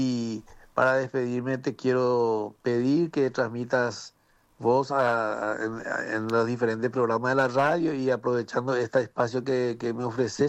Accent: Paraguay; moved away as an adult; now in Taiwan

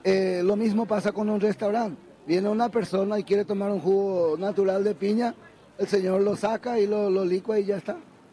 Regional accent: Hohenau, Itapúa, Paraguay; No, yo soy oriundo de Joenao.

